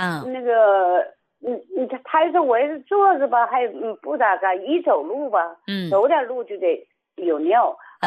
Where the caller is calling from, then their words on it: Changchun, Jilin, China; 我是长春市双阳区的。